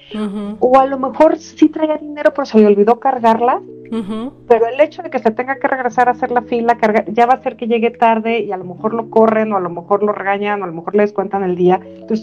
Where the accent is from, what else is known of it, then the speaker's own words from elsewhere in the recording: Mexico; los mexicanos transmitimos ese amor y esa alegría a otras culturas